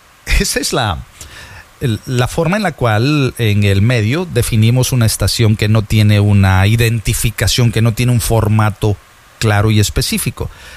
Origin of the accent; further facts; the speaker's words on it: Veracruz, Mexico; yo soy de oro, yo soy Jarocho.